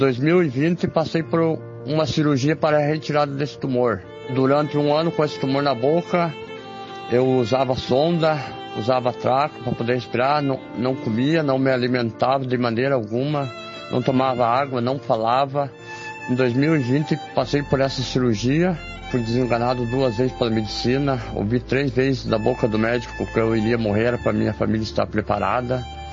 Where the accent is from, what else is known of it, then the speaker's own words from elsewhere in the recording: Timbó Grande, Santa Catarina, Brazil; sou da cidade de Timbó Grande, Santa Catarina, congrego na Igreja Pentecostal Deus e Amor.